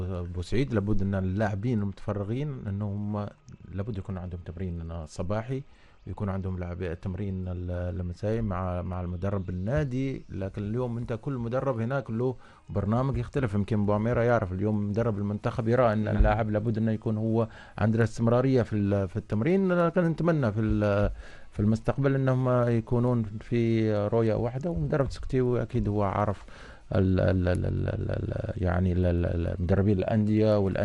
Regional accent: Oman; نحن كعمانيين

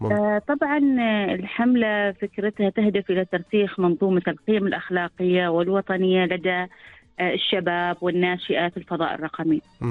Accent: Oman; عندنا في سلطنة عمان

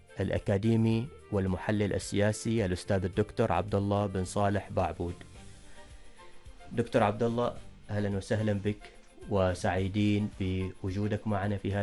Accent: Oman; بلادنا سلطنة عمان

